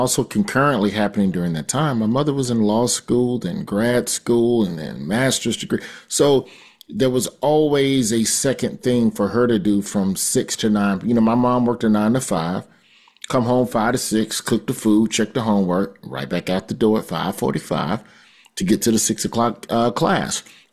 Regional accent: the South, United States; When I was growing up in the South, consistent male role models were far and few in between.

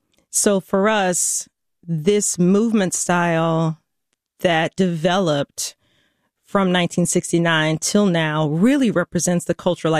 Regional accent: Baton Rouge, Louisiana, United States; I grew up in Baton Rouge, Louisiana.

